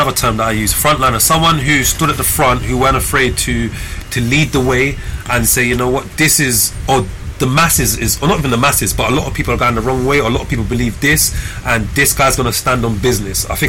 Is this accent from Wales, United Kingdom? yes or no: no; London, United Kingdom; growing up in East London on the street, you kind of, I've seen it all, done it all.